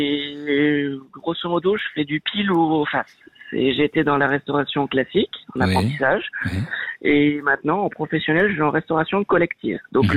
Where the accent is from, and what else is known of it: France